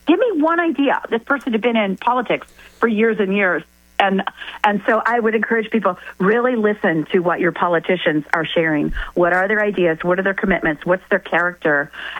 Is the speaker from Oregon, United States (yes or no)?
no; Winter Park, Florida, United States; I grew up in Winter Park.